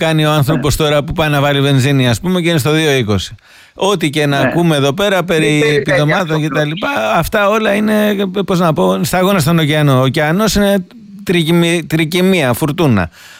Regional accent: Greece; Όχι μόνο ως αγωνιών μπαμπάς, αλλά ως Έλληνας.

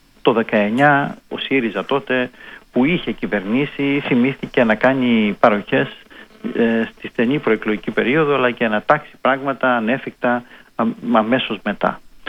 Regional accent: Greece; ως Έλληνας πολίτης τώρα μιλώντας

